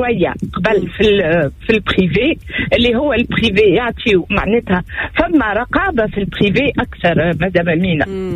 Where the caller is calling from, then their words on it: Tunisia; أنا من تونس. … عمري 66 سنة